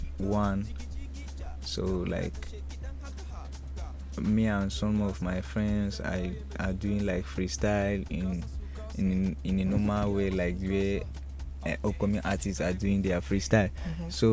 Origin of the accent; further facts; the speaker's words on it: Borno, Nigeria; now in Abuja, Nigeria; Oh, I'm from Borno State, but I based in ABJ with my family.